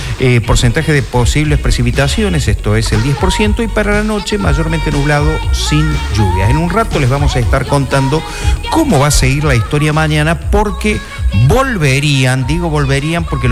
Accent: Córdoba, Argentina; moved away; En mi tierra natal, uh-huh, en Córdoba

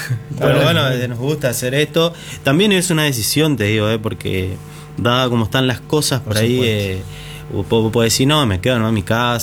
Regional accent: Corrientes, Argentina; venimos de Corrientes, la cuna de San Martín

